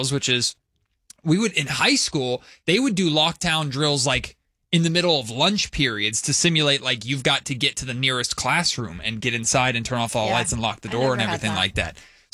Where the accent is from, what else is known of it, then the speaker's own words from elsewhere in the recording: California, United States; growing up in California